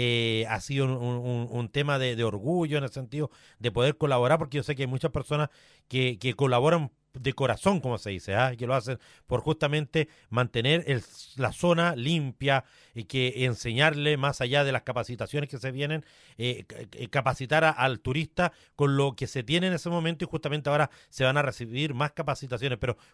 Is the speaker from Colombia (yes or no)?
no; Araucanía, Chile; el sur se estilaba mucho para el lado de Curacautín, Villarrica, para toda la zona de la Araucanía, de donde soy oriundo